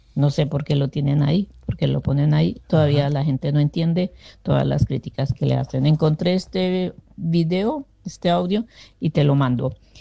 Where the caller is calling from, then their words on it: Cúcuta, Norte de Santander, Colombia; Yo soy de Cúcuta